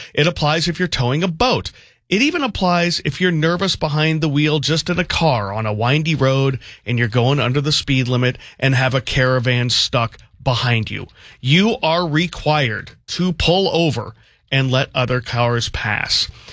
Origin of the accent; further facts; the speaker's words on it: Oregon, United States; now in Washington, United States; I grew up in the Oregon area. Yeah. I took driver's ed in Oregon.